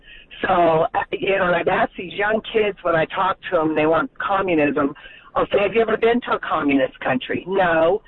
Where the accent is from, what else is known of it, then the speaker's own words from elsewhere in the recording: Texas, United States; I grew up in Texas.